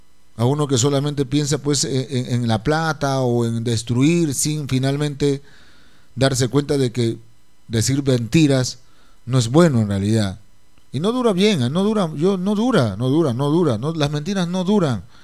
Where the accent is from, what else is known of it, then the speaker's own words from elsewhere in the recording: Peru; Somos peruanos.